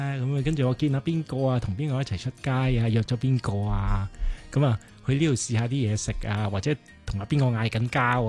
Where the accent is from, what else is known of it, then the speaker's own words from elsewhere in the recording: Hong Kong; 我们香港人